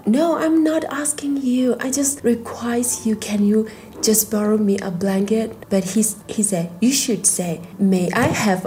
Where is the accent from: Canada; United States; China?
China; Tibet; And so they will search a lot of information about my hometown